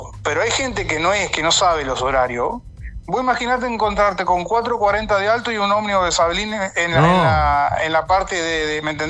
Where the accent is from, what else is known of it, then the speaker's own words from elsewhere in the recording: Carmelo, Colonia, Uruguay; Yo soy de Carmelo, nacido y criado en Carmelo